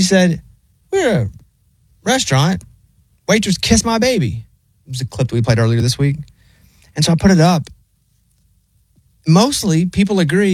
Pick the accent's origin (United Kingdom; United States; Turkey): United States; the South; Okay, I grew up in the South. It's very common.